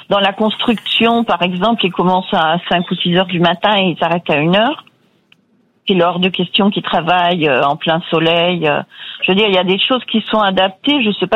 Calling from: Andalusia, Spain; Moi, j'habite en Andalousie depuis 30 ans

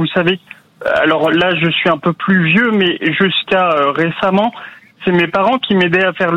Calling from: Paris, Île-de-France, France; De Paris.

